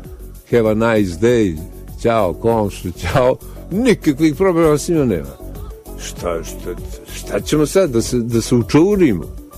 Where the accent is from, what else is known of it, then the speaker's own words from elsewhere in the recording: Montenegro; Evo, mi smo nacionalni Crnogorci u svojoj rođenoj zemlji ugroženi.